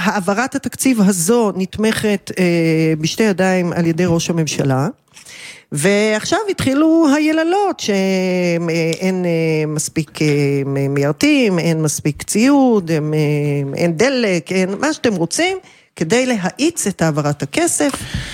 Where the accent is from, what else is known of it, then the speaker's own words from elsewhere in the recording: Tel Aviv, Tel Aviv District, Israel; לא, לא, אני ממש תל אביבית, אפילו בצפון, צפון תל אביב.